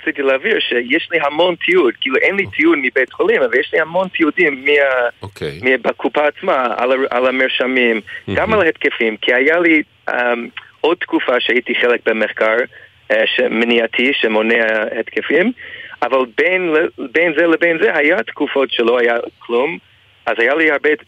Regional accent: Canada; Hebrew is a second language; moved away as an adult; now in Israel; הייתי, כשהייתי בקנדה, לפני שעליתי לארץ, הייתי תמיד הולך למיונים

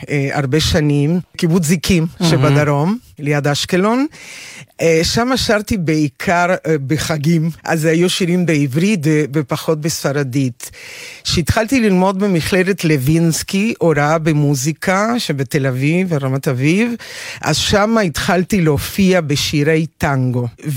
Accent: Montevideo, Uruguay; Hebrew is a second language; now in Israel; אני מאורוגוואי, נולדתי במונטווידאו, עיר אווירה, קטנה וחמה

